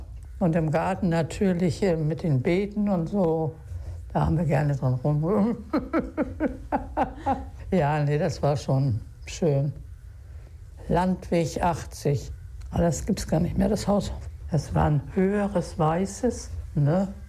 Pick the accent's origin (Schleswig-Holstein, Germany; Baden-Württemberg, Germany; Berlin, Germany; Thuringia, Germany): Schleswig-Holstein, Germany; Hanerau-Hademarschen; also born or lived in Amrum; Ich komme ja aus Schleswig-Holstein, Hanerau-Hademarschen.